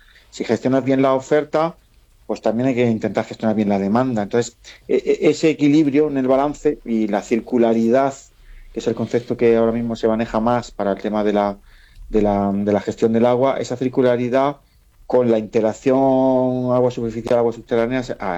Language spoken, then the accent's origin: Spanish; Andalusia, Spain; En las ciudades andaluzas, Yo soy andaluz, eso es de primer orden de preocupación en las ciudades andaluzas